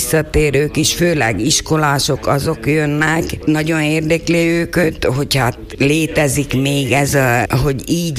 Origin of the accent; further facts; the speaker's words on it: Gabčíkovo, Trnava Region, Slovakia; moved away; Én különben Bősről származom